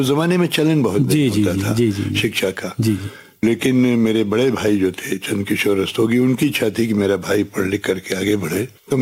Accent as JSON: {"language": "Hindi", "town": "Lucknow", "region": "Uttar Pradesh", "country": "India", "tie": "born or raised there", "said": "मेरा जन्म लखनऊ में हुआ, मेरी सारी शिक्षा लखनऊ में हुई, मैंने जॉब भी लखनऊ में किया"}